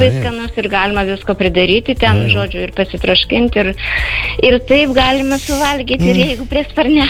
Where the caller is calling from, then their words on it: Vilnius, Vilnius County, Lithuania; Aš iš Vilnius.